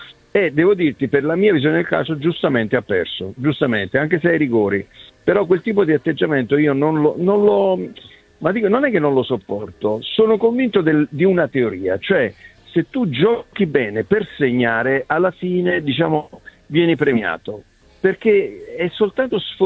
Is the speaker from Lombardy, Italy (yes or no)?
no; Naples, Campania, Italy; se appena scrivo qualche cosa sul Napoli, io napoletano, mi arrivano sempre le critiche.